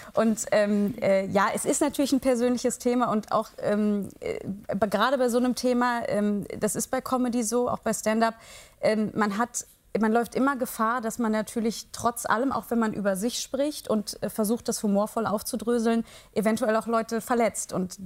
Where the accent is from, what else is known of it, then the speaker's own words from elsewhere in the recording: Heinsberg, North Rhine-Westphalia, Germany; ich komme aus einem Dorf, ich komme aus Heinsberg, das ist ein kleiner Ort an der holländischen Grenze.